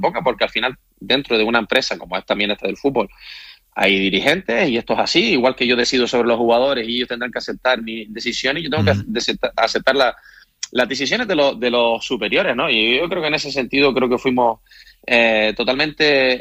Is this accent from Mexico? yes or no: no; Canary Islands, Spain; como canario y como habitante de la isla